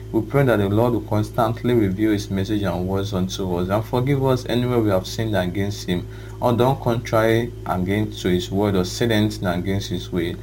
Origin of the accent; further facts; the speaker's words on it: Okada, Edo, Nigeria; So once again … from Okada Town, Edo State, Nigeria.